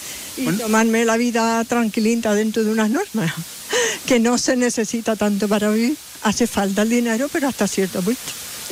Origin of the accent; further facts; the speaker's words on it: Medina, Spain; born there; mi patrona de mi pueblo, de Medina.